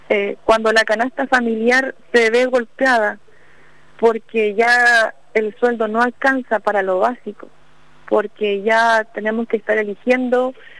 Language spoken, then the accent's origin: Spanish; Chile; porque lo que nosotros queremos como chilenas y chilenos, lo que todos queremos es que nuestro país esté mejor